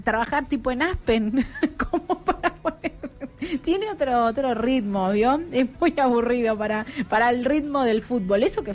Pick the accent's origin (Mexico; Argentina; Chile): Argentina